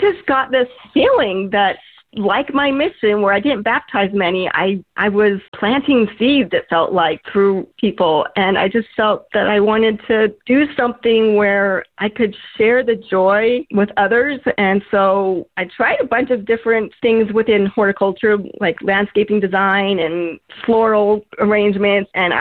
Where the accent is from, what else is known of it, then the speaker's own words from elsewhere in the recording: West Valley City, Utah, United States; I'm from West Valley City, Utah.